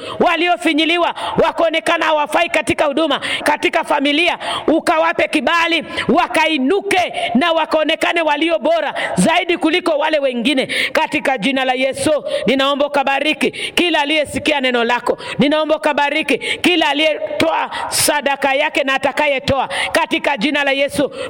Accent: Machakos, Machakos County, Kenya; natoka Machakos, Katoloni, stage ni 240.

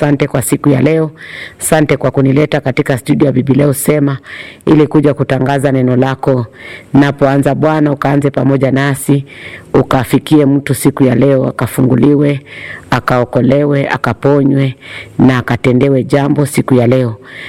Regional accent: Katoloni, Machakos County, Kenya; nimeokoka na mpenda Yesu. Natoka Machakos County, mahali kunaitwa Katoloni na stage ambayo inaitwa 240.

